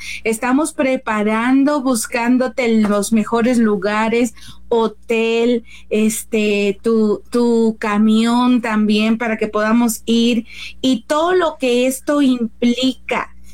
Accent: Guerrero, Mexico; Que soy de Guerrero

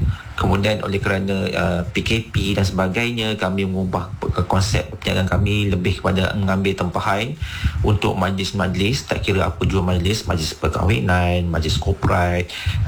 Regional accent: Taman Melawati, Selangor, Malaysia; Ya, saya daripada Taman Melawati.

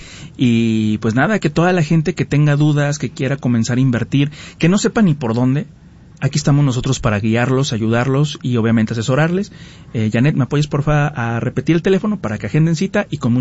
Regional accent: Aguascalientes, Mexico; now in León, Mexico; nosotros venimos de Aguascalientes, somos de Aguascalientes, iniciamos operaciones en León en enero

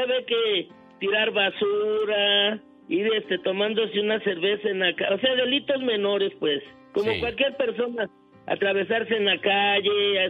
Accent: Mexico; also born or lived in United States; para morirme aquí en México.

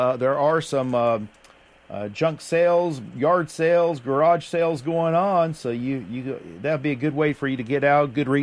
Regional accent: West Virginia, United States; I grew up over there in West Virginia

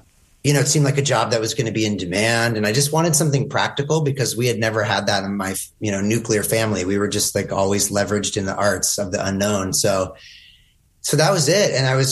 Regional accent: Seattle, Washington, United States; growing up in Seattle in the 90s

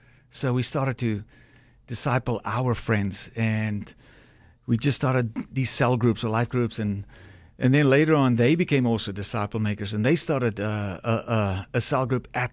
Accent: Kirkwood, Eastern Cape, South Africa; yeah, South Africa. So I grew up in South Africa in a small town called Kirkwood. It's about an hour away from Port Elizabeth.

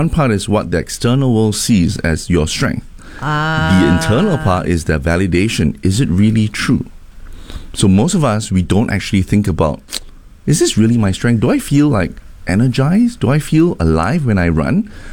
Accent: Singapore

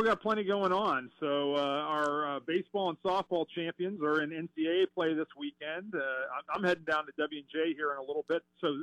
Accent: Jamestown, Pennsylvania, United States; my hometown girl, Claire Anderson from W&J, fellow Jimtown Muskie

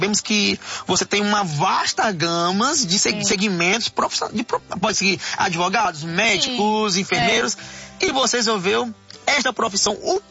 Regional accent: Northeast Region, Brazil; Eu sou nordestino, a grande parte da minha família, ela é vaqueiro.

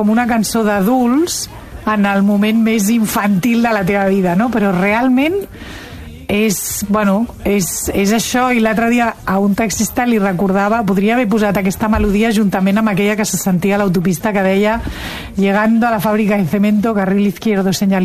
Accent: Barcelona, Catalonia, Spain; Sí, nosaltres som de Barcelona ciutat.

